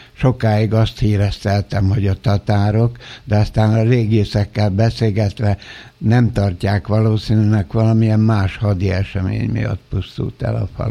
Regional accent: Budapest, Hungary; born there; tulajdonképpen felsődabasi születésű vagyok majdnem, mivel hogy a bátyám szülés közben, illetve után egy napon belül meghalt, ezért az anyám már a eljövendő köröztapáméknál Budapesten várta a szülési időpillanatát, és így kórházba születtem a 13. kerületben.

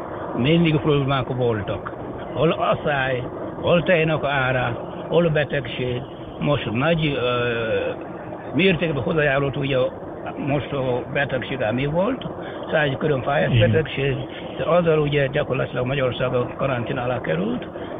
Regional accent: Mali; Hungarian is a second language; moved away as an adult; now in Hungary; mi a francia gyármat az a Mali, ahonnan jöttem Nyugat-Afrika

